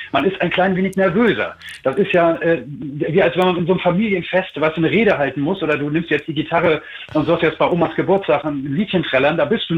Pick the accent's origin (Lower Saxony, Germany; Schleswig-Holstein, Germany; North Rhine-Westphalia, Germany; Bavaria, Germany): Schleswig-Holstein, Germany; Einmal muss man als Schleswig-Holsteiner von Carsten Köthe interviewt werden.